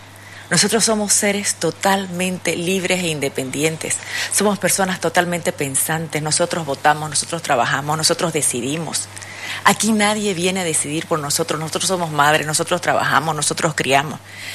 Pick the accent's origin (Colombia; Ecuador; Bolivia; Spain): Bolivia; como mujer, como madre, como boliviana